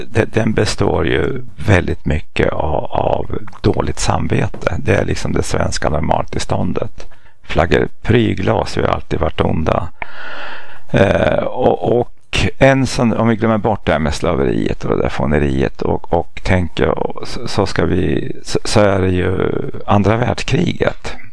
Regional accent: Sweden; Det funkade på mig till exempel. Fast jag var svensk, det var mina hövdingar.

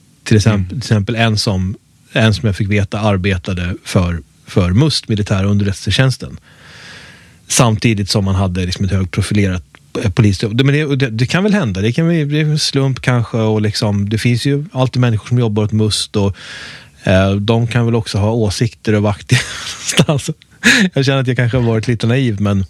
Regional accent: Uppsala, Uppsala County, Sweden; Jag lärde känna ganska många sådana eftersom jag är född och uppvuxen i Uppsala och tolkarna utbildas i Uppsala.

